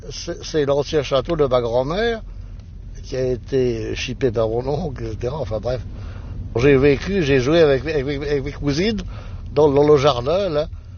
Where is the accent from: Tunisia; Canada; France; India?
France; Paris, Île-de-France; born there